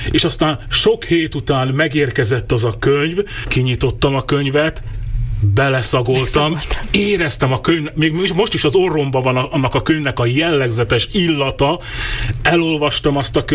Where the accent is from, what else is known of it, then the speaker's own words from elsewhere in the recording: Kostolné Kračany, Trnava Region, Slovakia; Én Dunaszerdahely mellett Karcsán, Móroczkarcsán nőttem fel